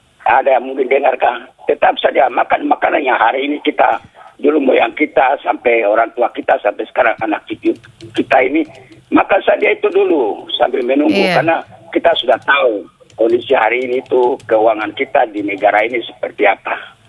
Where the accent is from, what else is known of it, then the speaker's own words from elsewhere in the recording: Papua, Indonesia; kita orang Papua ini pintar.